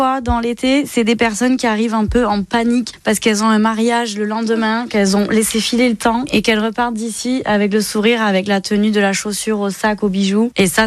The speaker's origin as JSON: {"language": "French", "town": "Bayonne", "region": "Nouvelle-Aquitaine", "country": "France", "said": "j'ai 30 ans et je suis de Bayonne."}